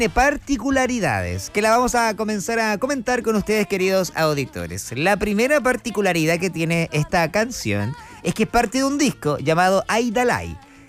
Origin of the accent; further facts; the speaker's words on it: Coyhaique, Aysén, Chile; now in Chillán, Chile; yo me crié en Coyhaique.